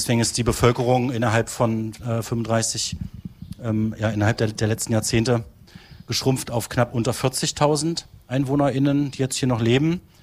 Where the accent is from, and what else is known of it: Halberstadt, Saxony-Anhalt, Germany; born or raised there; moved away as an adult; now in Magdeburg, Germany